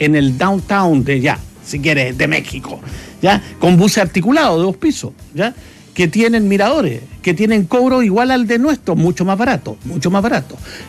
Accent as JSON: {"language": "Spanish", "country": "Argentina", "said": "Nosotros, mira, ni siquiera somos iguales entre nosotros, los argentinos"}